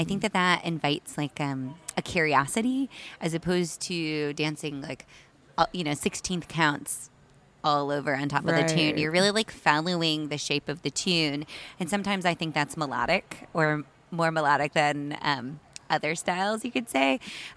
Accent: Michigan, United States; I grew up in, you know, the Midwest. I grew up in Michigan.

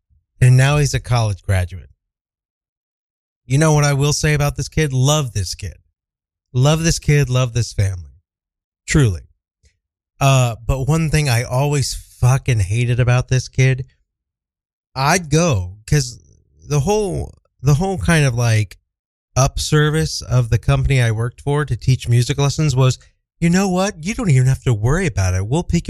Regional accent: Kansas City, Missouri, United States; now in Brooklyn, United States; the truth of the matter is, I grew up in Kansas City.

